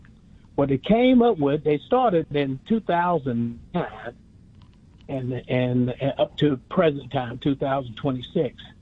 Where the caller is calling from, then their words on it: Cincinnati, Ohio, United States; I'm in Cincinnati.